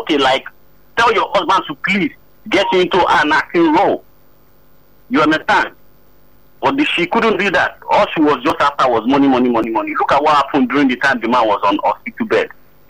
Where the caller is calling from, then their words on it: Nigeria; I'm calling from Shagari Estate, Baga.